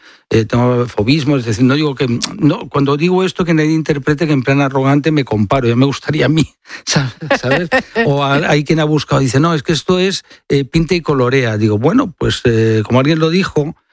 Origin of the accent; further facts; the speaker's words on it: Barcelona, Catalonia, Spain; en mi tierra Barcelona, y por tanto desde jovencito hasta ahora